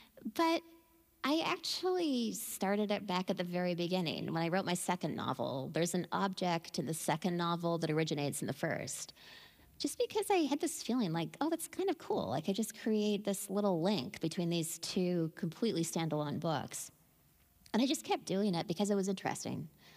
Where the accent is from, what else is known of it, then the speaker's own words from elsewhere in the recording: Denman Island, British Columbia, Canada; I think maybe as a function of growing up in a small place, and I'm from Denman Island, British Columbia. It's about 1,000 people.